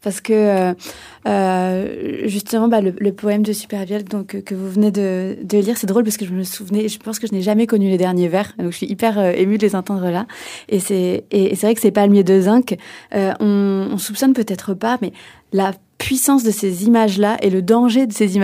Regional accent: Poitiers, Nouvelle-Aquitaine, France; also born or lived in Djibouti; now in Paris, France; Je suis franco-djiboutienne, j'ai grandi à Djibouti jusqu'à mes 6 ans du coup, et ensuite j'ai grandi à Poitiers, puis là je suis à Paris

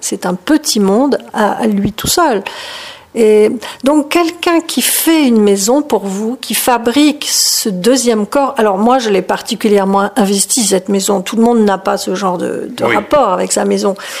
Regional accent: Marseille, Provence-Alpes-Côte d'Azur, France; je viens de un peu nulle part, de la Méditerranée, j'ai grandi à Marseille

